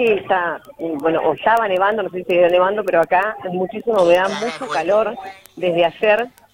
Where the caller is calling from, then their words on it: Patagonia, Argentina; Bien patagónico, bien nuestro.